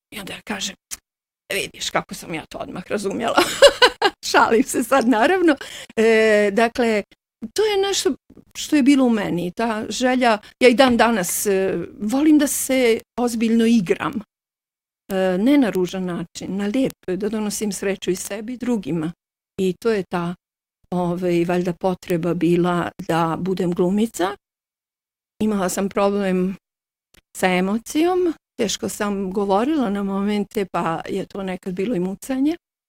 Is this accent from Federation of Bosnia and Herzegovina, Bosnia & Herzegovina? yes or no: yes; Živinice, Federation of Bosnia and Herzegovina, Bosnia & Herzegovina; born there; also born or lived in Tuzla; Naime, ja sam rođena u Živinicama, a znam da tu i tamo poneko napiše Tuzla, jer sam ja živjela puno godina u Tuzli, da.